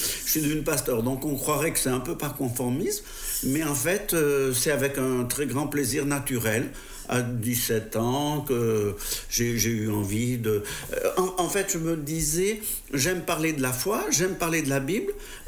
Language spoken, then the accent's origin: French; Romans-sur-Isère, Auvergne-Rhône-Alpes, France; now in Millau, France; moi, dans la Drôme, Romans.